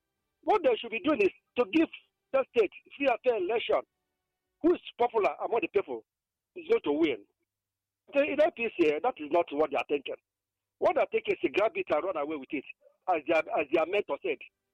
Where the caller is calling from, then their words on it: Anambra, Nigeria; I come from Abuja in Anambra State.